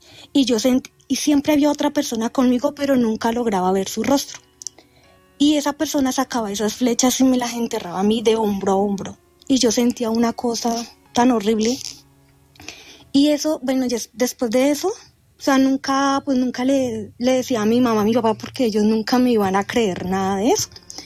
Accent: San José del Guaviare, Guaviare, Colombia; born there; moved away; also born or lived in Tuluá, Valle del Cauca / Calamar, Guaviare; los 9 años, vivíamos en San José del Guaviare. Mi familia, yo soy de Tuluá Valle, pero pues mi papá y mi mamá siempre se fueron a vivir por allá. Y yo me crié allá

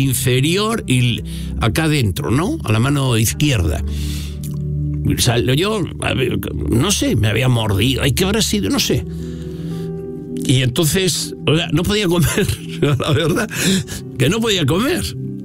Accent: Castile and León, Spain; moved away; y en mi pueblo, en León.

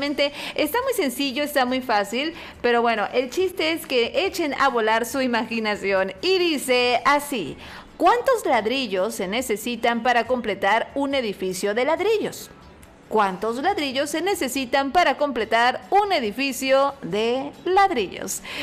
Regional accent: Coatzacoalcos, Veracruz, Mexico; Bueno, es que allá en Minatitlán pues hay otras escuelas y demás que no ubico, obviamente, porque pues soy de Cuatza.

